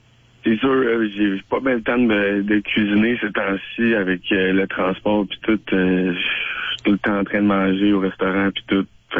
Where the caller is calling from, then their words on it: Terrebonne, Quebec, Canada; moi, je suis à Terrebonne, là, ça arrive nord.